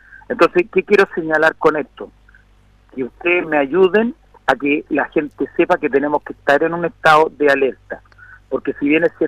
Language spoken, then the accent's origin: Spanish; Los Andes Province, Valparaíso, Chile; soy el representante de Los Andes, yo soy andino neto.